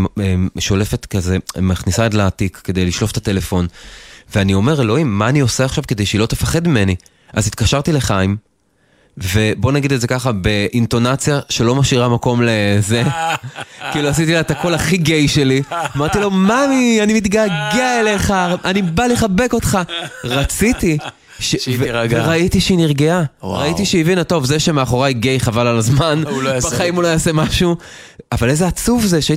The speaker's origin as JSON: {"language": "Hebrew", "town": "Afula", "region": "Northern District", "country": "Israel", "tie": "born or raised there", "said": "אני גדלתי באפולה, אני הייתי בא הביתה מבית ספר"}